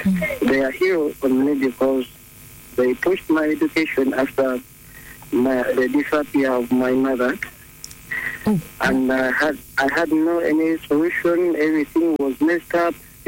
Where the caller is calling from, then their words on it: Norway; I'm calling from Norway.